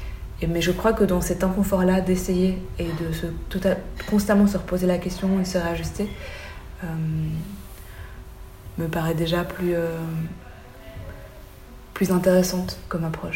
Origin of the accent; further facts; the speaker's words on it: Belgium; comme je suis belge au Thaï, pour des personnes blanches en Belgique, personne ne remettrait en question ma légitimité